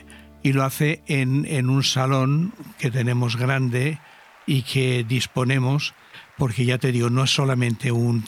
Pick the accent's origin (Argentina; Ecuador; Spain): Spain; Callosa de Sarria, Valencian Community; yo le dije al obispo que como estaba mi madre aquí viuda en esta zona, somos de Callosa de Sarria.